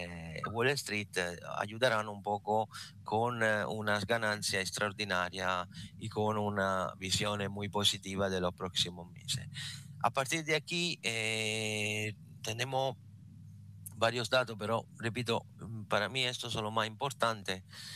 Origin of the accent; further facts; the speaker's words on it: Italy; Spanish is a second language; Como soy italiano, la pizza